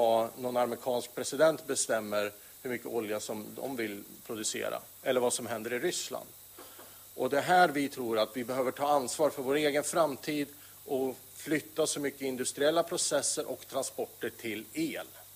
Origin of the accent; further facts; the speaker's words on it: Värmland, Sweden; Inte bara för att jag är värmlänning utan också för er som är i Torsby.